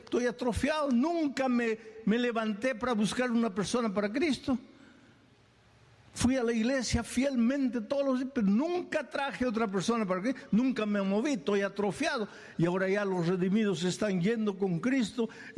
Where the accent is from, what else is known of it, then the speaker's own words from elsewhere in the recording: Peru; now in United States; yo soy peruano.